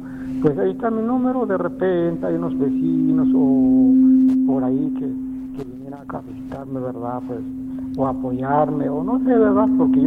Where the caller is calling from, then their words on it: Totonicapán, Guatemala; yo soy del departamento de Totonicapán